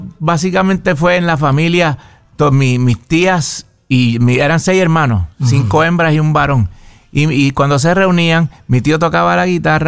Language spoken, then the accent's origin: Spanish; Bayamón, Puerto Rico; also born or lived in Patillas; Me crié en Bayamón. Parte de mi niñez fue en Patillas, Puerto Rico. Ese es para allá, para el sureste. Y pues allá estudié como hasta sexto grado y después mis papás se mudaron para Bayamón